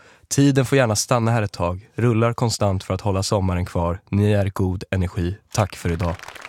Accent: Lidingö, Stockholm County, Sweden; det märker jag för jag kommer ju från Lidingö, lite så överklasssamhälle.

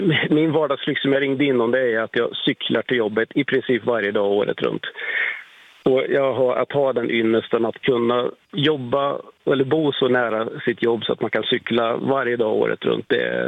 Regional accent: Västra Götaland County, Sweden

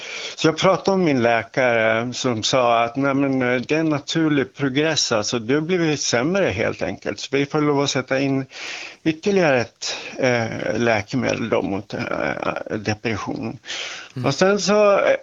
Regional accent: Dalarna County, Sweden; accent: Västerdalarna dialect

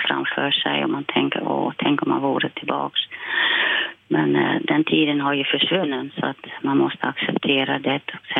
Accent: Silvolde, Gelderland, Netherlands; Swedish is a second language; Och jag var från Silvolde så att jag hade en vän, 3 män med mig.

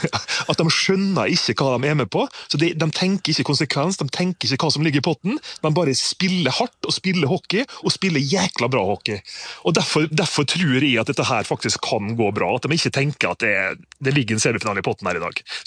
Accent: Norway; Och selvspilleren här nere märker ju att det är feber hemma. I Norge så har vi aldrig haft en tradition för att gå på pub

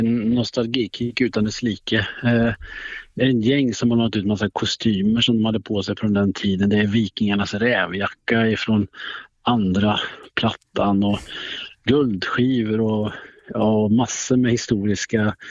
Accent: Skara, Västra Götaland County, Sweden; born or raised there

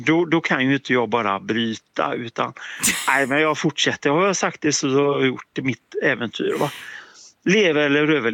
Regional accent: Orust, Västra Götaland County, Sweden; jag är uppvuxen på Orust på sommarstället, vet du.

